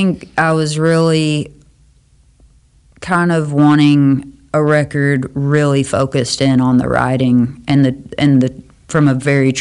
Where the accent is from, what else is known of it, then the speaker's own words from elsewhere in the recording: Hickman, Kentucky, United States; accent: Western Tennessee; also born or lived in Western Tennessee; I love Western Tennessee. It's actually what my accent sounds like. But I grew up in a little river town called Hickman, Kentucky, and that is the most western tip of Kentucky.